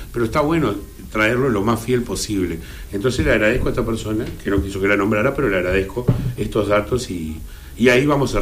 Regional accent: Colonia del Sacramento, Colonia, Uruguay; es mi barrio, nací ahí en Eugenio Arauz y La Rambla, o sea que estamos ahí, y siempre he estado toda mi vida en ese barrio.

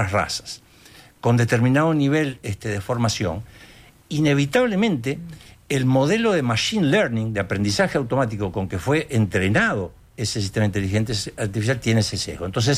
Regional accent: Uruguay; Yo soy uruguayo.

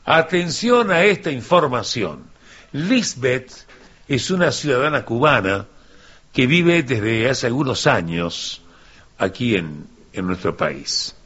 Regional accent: Uruguay; Ahora, los uruguayos, cuando no hay trabajo, ¿nos cruzamos de brazos o inventamos algo para hacer?

